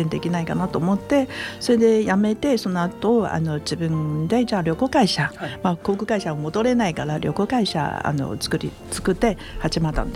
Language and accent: Japanese; Taiwan; moved away as an adult; now in Japan; 台湾の出身なんですけど、大学卒業したら日本に参りました。もう早いんですね。47年も日本にいました。